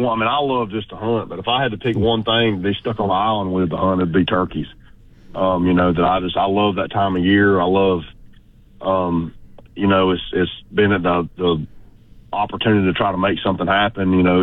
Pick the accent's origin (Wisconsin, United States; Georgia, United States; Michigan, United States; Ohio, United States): Georgia, United States; born or raised there